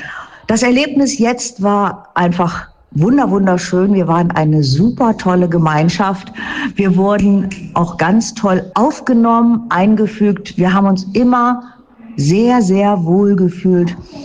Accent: Lower Saxony, Germany; Ich komme aus Deutschland in der Nähe von Hannover. Mein Vater ist Italiener

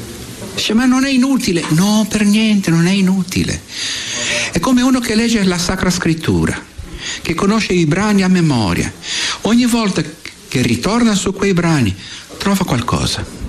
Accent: Brazil; Io vengo dal Brasile

